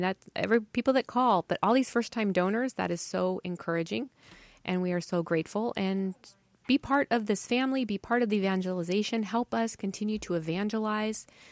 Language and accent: English; Spokane, Washington, United States; also born or lived in Bay Area; I grew up in the Spokane area.